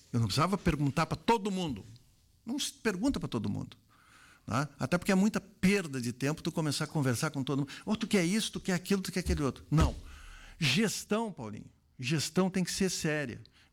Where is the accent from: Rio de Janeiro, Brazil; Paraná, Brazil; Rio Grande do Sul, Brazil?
Rio Grande do Sul, Brazil; Santa Maria; now in Soledade, Brazil; Eu sou de Santa Maria, eu não sou cidadão soledadense.